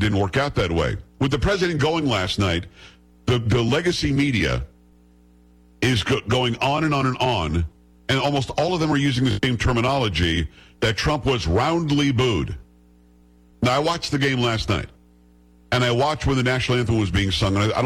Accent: New York, United States; now in San Antonio, United States; I'm from Metro New York originally. I love New York.

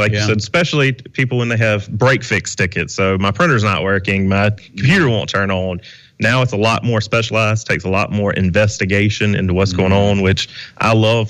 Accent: Pinewood, South Carolina, United States; And I'm actually from Pinewood, South Carolina.

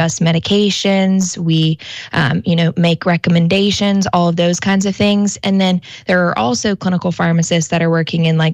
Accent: Manning, South Carolina, United States; now in Sumter, United States; I'm originally from Manning. Graduated from Manning High School. And then now I'm in Sumter. We have lived here for going on 3 years now.

